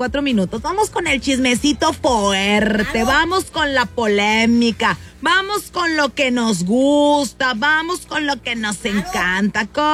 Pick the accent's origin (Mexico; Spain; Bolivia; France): Mexico